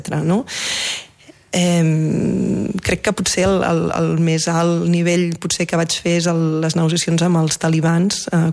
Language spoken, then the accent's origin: Catalan; Girona, Catalonia, Spain; born there; moved away; also born or lived in Barcelona; Vaig créixer a Barcelona i, sí. I vaig créixer a Girona.